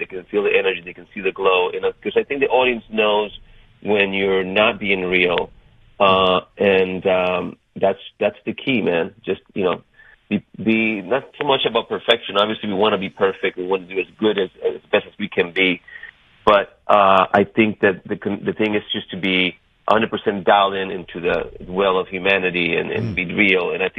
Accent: Puerto Rico; moved away; also born or lived in Bridgeport, Connecticut, United States; I'm Puerto Rican, and I, although I was born in Bridgeport, Puerto Rico, USA, that's actually Bridgeport, Connecticut, and I was raised in Puerto Rico.

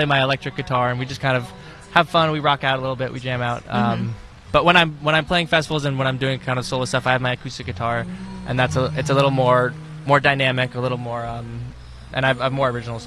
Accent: New Paltz, New York, United States; I'm from New Paltz, but right next to Rosendale.

